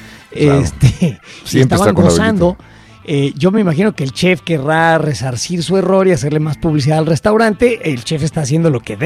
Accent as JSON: {"language": "Spanish", "country": "Mexico", "said": "seamos lo que somos, mexicanos que estamos orgullosos de sí"}